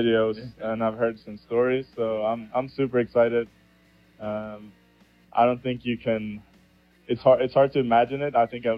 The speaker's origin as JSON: {"language": "English", "town": "Stockholm", "region": "Stockholm County", "country": "Sweden", "said": "I'm a senior from Stockholm, Sweden."}